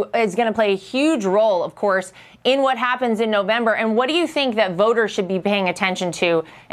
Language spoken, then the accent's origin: English; North Carolina, United States; my home state of North Carolina.